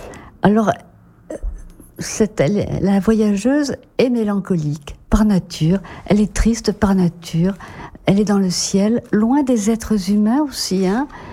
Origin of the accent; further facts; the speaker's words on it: Brittany, France; Puis-je dire que c'est parce que je suis bretonne ?